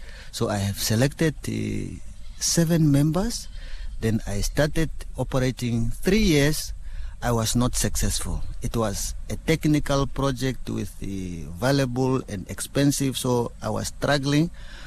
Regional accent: Kavango East, Namibia; So they collected us with my friends from each region. I was from Kavango East region.

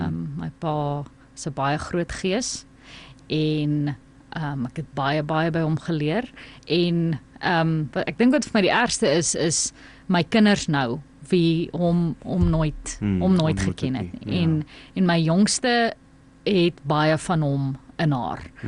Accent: Namibia; moved away as an adult; also born or lived in Cape Town, South Africa

